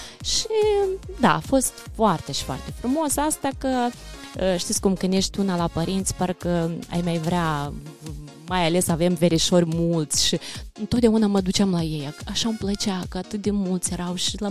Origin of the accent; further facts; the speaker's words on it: Drochia, Drochia District, Moldova; moved away; also born or lived in Bălți; Vin din satul Drochia, raionul Drochia, un sat frumos.